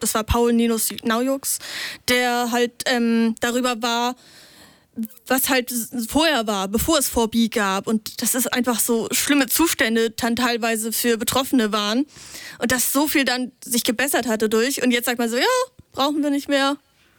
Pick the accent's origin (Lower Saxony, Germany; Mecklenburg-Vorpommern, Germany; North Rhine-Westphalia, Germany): Lower Saxony, Germany; Ich komme eher aus der Richtung von Stade. Stade, Buxtehude, mehr so die Ecke.